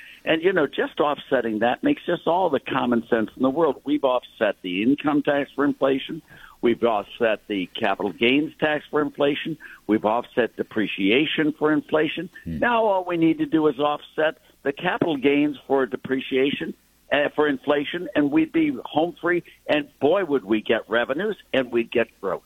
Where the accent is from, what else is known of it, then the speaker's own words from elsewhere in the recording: Ohio, United States; You know, he's from my home state of Ohio